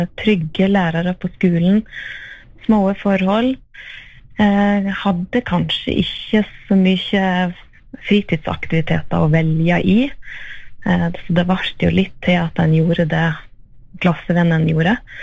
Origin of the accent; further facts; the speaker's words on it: Hafslo, Vestland, Norway; Jeg vokste opp på Hafslo i BN-feltet, og bodde der frem til jeg var 19 år.